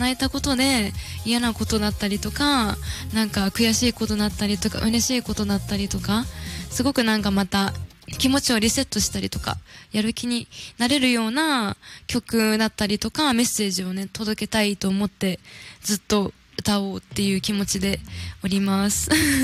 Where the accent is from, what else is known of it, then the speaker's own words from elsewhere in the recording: Hokkaido, Japan; の地元は北海道になっておりまして